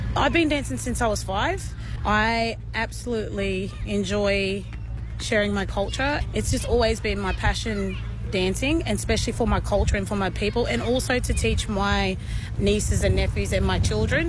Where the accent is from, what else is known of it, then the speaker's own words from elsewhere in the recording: Gundarumba, New South Wales, Australia; also born or lived in Lismore; I'm a proud Widgeabul Wyabul woman from Lismore. I am a descendant from Kabawi, and … Kabawi is a reserve that my mum grew up on, and then they moved them out to another reserve out at Gundarumba, which is where I grew up